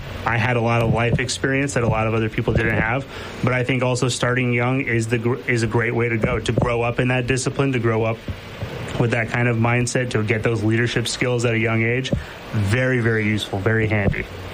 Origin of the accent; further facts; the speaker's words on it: Mexico; Growing up in Mexico, everyone played soccer.